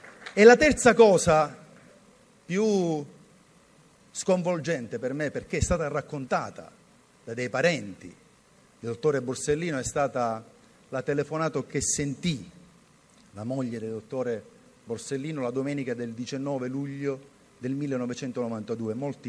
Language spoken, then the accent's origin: Italian; Sicily, Italy; E consentitemi di dire una cosa, e lo dico da siciliano